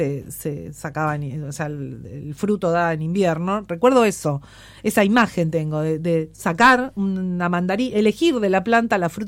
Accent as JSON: {"language": "Spanish", "town": "Capitán Bermúdez", "region": "Santa Fe", "country": "Argentina", "tie": "born or raised there", "said": "yo me crié en Capitán Bermúdez, está al lado de Rosario. Eso es como si fuese un barrio de Rosario"}